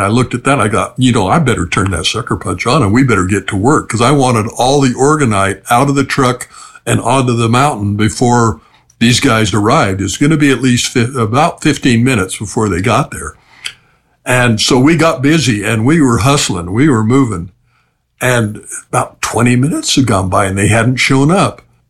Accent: Arizona, United States; But I was back in my hometown in eastern Arizona.

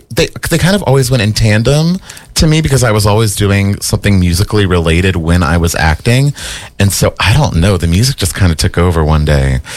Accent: Wilmington, Delaware, United States; I started doing a bunch of productions in my hometown of Wilmington, Delaware. Big shout out to the 302.

